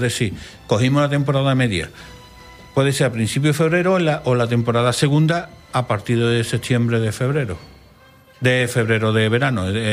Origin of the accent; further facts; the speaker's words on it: San Juan de Aznalfarache, Andalusia, Spain; Pues Sergio tenía allí en San Juan de Farache, en mi pueblo. Siempre hemos dicho que es la villa de San Juan de Farache, separada de Sevilla, la ciudad, por un puente que cruza el río Guadalquivir.